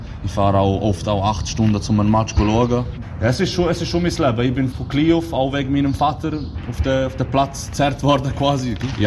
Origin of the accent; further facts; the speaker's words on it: Switzerland; born there; Ich bin in der Schweiz geboren